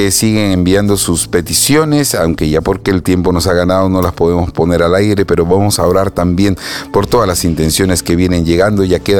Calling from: Arequipa, Peru; de Arequipa y le pido oración por las personas desaparecidas.

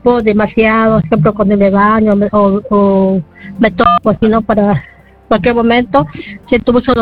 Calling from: Ventanilla, Callao, Peru; De Ventanilla.

